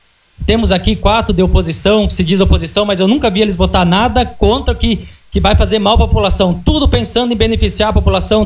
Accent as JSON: {"language": "Portuguese", "town": "Santa Helena", "region": "Paraná", "country": "Brazil", "said": "que é lá da minha terra, do distrito de São Clemente"}